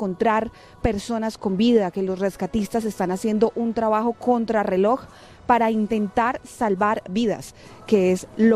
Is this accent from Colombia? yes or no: yes; Colombia; realmente nos duele a todos como colombianos, como periodistas hemos sido testigos de tantas historias.